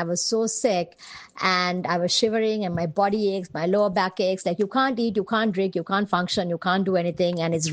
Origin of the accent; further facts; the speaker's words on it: Sri Lanka; English is a second language; I'm from Sri Lanka. And I first got dengue in 2015.